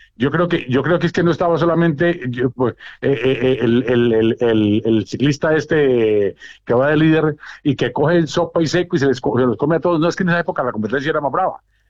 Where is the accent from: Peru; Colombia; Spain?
Colombia; moved away; nosotros, que somos colombianos, pero que ya llevamos muchos años aquí